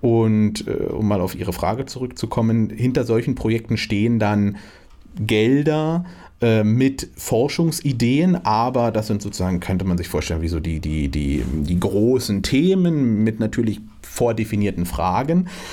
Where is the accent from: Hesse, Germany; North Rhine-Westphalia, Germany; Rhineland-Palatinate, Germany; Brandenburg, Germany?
Brandenburg, Germany; Cottbus; born there; moved away; Ich bin nicht in Finsterwalde zur Schule gegangen, sondern ich bin in Cottbus zur Schule gegangen